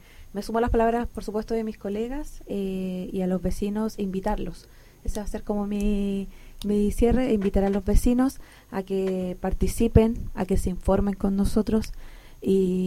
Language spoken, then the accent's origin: Spanish; Yungay, Ñuble, Chile; born there; moved away as an adult; also born or lived in Concepción; yo estudié en San Baquedano y en el Liceo de Yungay.